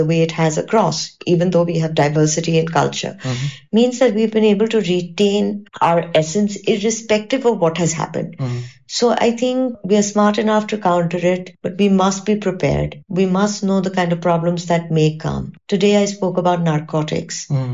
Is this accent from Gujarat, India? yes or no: yes; Surat, Gujarat, India; No, I'm from the Surat side. It's not meetha at all.